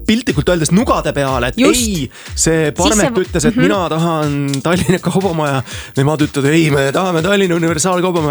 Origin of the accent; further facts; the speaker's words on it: Tartu, Tartu County, Estonia; Ma olen nagu põline tartukas.